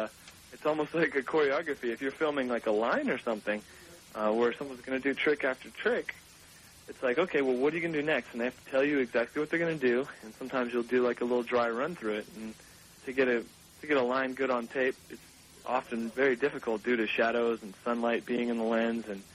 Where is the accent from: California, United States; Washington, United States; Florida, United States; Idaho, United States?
California, United States; Sacramento; born there; also born or lived in Pennsylvania; I moved to Sacramento from Pennsylvania, and I was around 13 years old